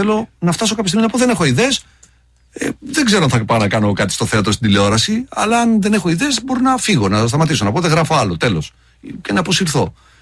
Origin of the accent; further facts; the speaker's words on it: Trikala, Thessaly, Greece; born or raised there